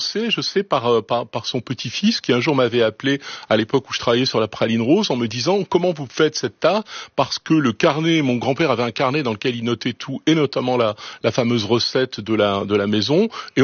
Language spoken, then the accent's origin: French; Roanne, Auvergne-Rhône-Alpes, France; born there; moi, je suis né à Rouen.